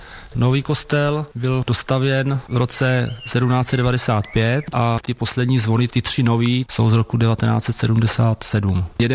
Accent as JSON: {"language": "Czech", "town": "Rybnice", "region": "Liberec Region", "country": "Czechia", "said": "Já jsem z Rybnic, tamhle od vody dole, spod Stráně, jak se říká."}